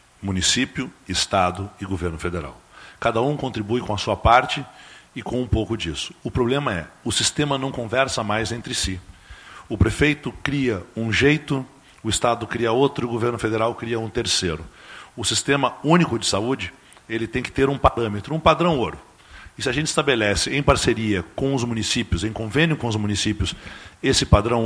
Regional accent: Curitiba, Paraná, Brazil; Eu sou de Curitiba.

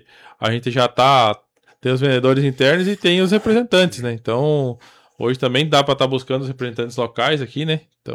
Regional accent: Panambi, Rio Grande do Sul, Brazil; moved away; minha terra natal lá

